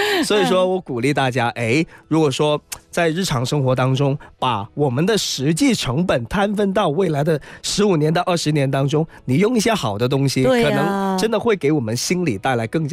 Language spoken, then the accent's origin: Chinese; China